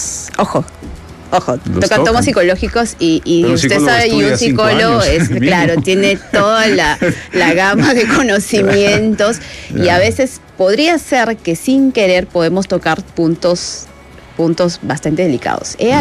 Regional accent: Cerro de Pasco, Pasco, Peru; Tierra de machos y no de muchos, un saludo ahí, yo soy de ahí.

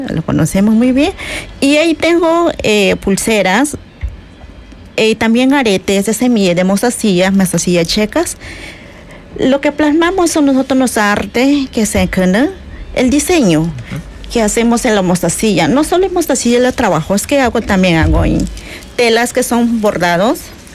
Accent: Ucayali, Peru; now in Cantagallo, Lima, Peru; Soy de Ucayali. Actualmente vivo en Cantagallo.

